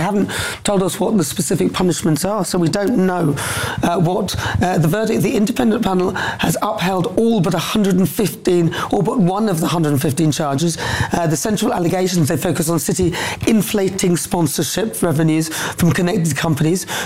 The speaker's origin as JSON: {"language": "English", "town": "Newcastle", "region": "North East England", "country": "United Kingdom", "said": "I'm from Newcastle, actually."}